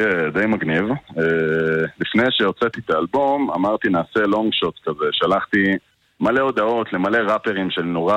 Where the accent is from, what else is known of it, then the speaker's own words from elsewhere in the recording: Jerusalem, Jerusalem District, Israel; עמק רפאים וקטמון בירושלים, שזה האזורים שהייתי כאילו הכי מסתובב בהם, וגם אמא שלי גרה ברחוב הזה, אז שם גדלתי כל השנותיי כנער.